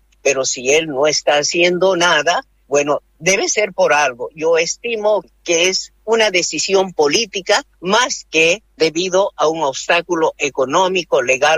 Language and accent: Spanish; Bolivia